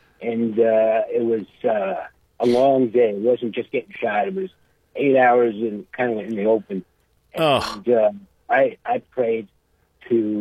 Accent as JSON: {"language": "English", "region": "New York", "country": "United States", "lives_now": "Ohio, United States", "said": "I'm from New York, and I go way back. I've lived in Ohio a long time"}